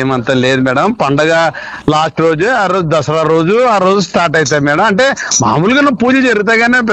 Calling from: Kurnool district, Andhra Pradesh, India; కర్నూలు జిల్లా ఆస్ఫరి మండలం తంగరోడు ఉన్న గ్రామం

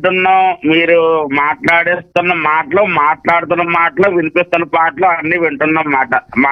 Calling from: Peddapuram, Andhra Pradesh, India

